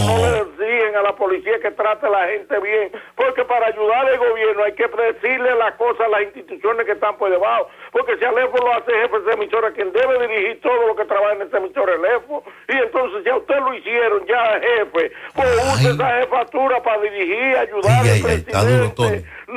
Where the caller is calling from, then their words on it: Dominican Republic; Siendo dominicano